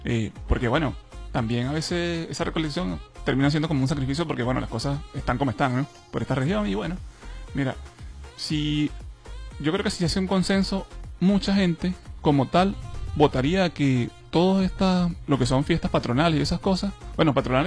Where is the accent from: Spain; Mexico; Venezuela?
Venezuela; Siendo venezolano